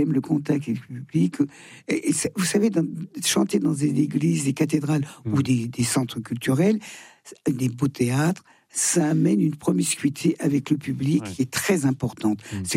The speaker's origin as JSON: {"language": "French", "town": "Thonon-les-Bains", "region": "Auvergne-Rhône-Alpes", "country": "France", "tie": "born or raised there", "said": "Rhône-Alpes, je vais être à Annecy. Je vais être à Thonon-les-Bains, ma ville natale."}